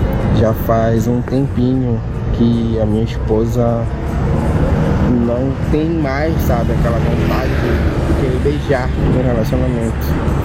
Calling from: Belém, Pará, Brazil; Falo de Belém do Pará.

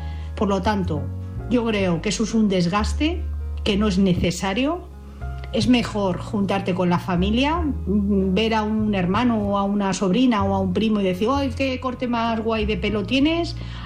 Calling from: Madrid, Community of Madrid, Spain; de Madrid.

